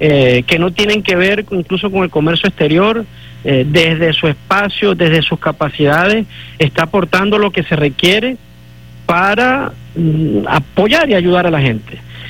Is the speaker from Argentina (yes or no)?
no; Venezuela; sino que nos une como venezolanos